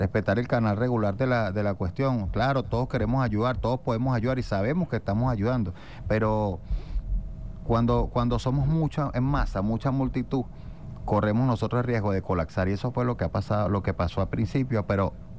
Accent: Venezuela

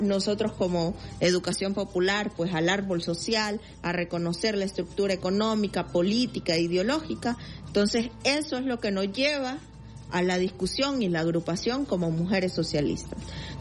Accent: Honduras; vengo de Honduras

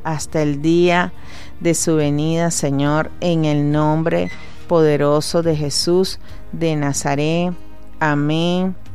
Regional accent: Venezuela

